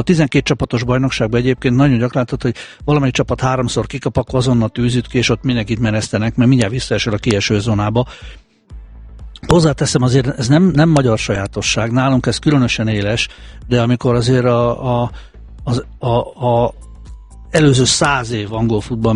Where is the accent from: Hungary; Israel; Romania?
Hungary; ültünk Athénba egy étteremben, és megtudták, hogy magyarok vagyunk